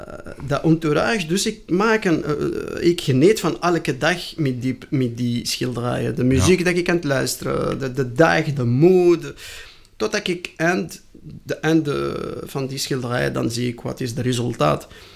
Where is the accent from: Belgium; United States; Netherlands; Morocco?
Morocco; moved away; Ik ben Marokkaan, hè.